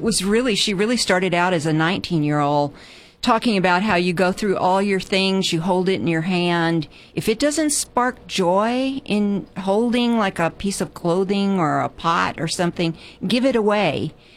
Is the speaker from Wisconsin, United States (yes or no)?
no; Texas, United States; accent: Texas; I'm reading the Calamity Club and I'm getting my Texas accent back each page.